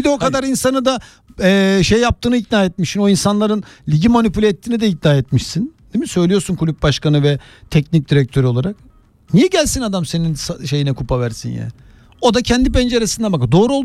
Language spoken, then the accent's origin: Turkish; Gaziosmanpaşa, Istanbul, Turkey; Bak, ben Gazi Osman Paşa'da büyüdüm. Hani senin o hani varoş diye anlattıkları böyle eğitim konusunda problemli bir yerde büyümüşüm.